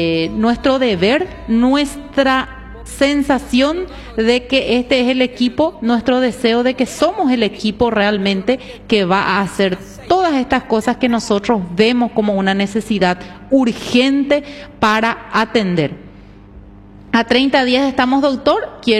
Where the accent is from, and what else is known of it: Horqueta, Concepción, Paraguay